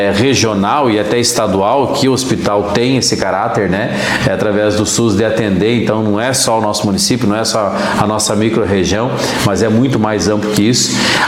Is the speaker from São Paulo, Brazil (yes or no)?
no; Videira, Santa Catarina, Brazil; Eu nasci em Videira, então acompanhei toda a evolução